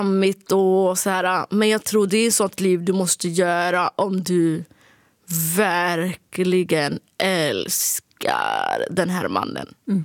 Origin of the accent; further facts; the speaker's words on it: Sweden; accent: Standard Swedish; jag tycker att jag pratar rikssvenska liksom.